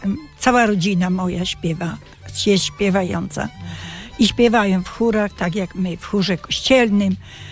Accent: Subcarpathian Voivodeship, Poland; Rzeszowskiego.

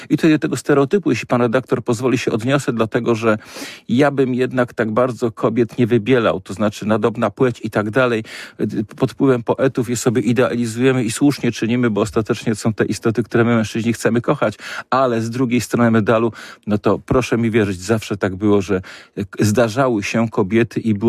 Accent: Poznań, Greater Poland Voivodeship, Poland; ja jestem z Dolnego Łazarza.

